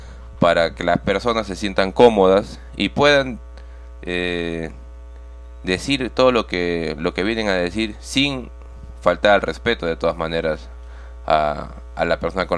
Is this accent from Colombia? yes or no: no; Villa Rica, Pasco, Peru; somos personas de Villarrica, jóvenes, muy responsables, ¿no?, y muy trabajadores